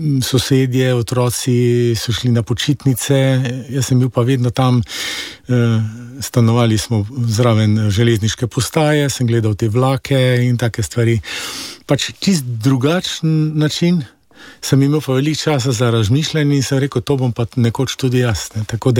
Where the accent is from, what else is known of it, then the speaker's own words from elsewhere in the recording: Celje, Savinja, Slovenia; also born or lived in Koper; Rojen sem v Celju. Sem sin matere samohranilke